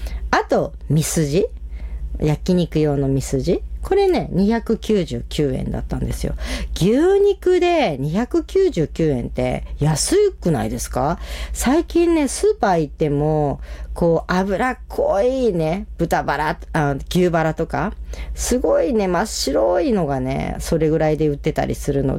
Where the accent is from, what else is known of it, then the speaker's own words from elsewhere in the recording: Otaru, Hokkaido, Japan; 私、小樽が出身なので。